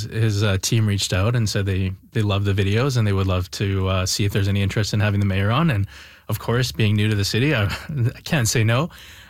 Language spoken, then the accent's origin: English; Vancouver, British Columbia, Canada; Again, I'm from Vancouver, so I come from a wide range of culinary, different types of experiences in Vancouver.